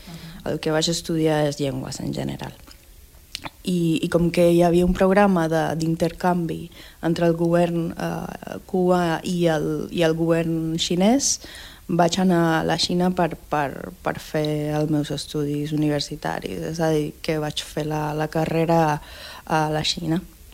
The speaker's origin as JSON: {"language": "Catalan", "region": "Havana", "country": "Cuba", "second_language": "Catalan", "moved": "as an adult", "lives_now": "Catalonia, Spain", "said": "Soc de La Habana, sí, de la capital."}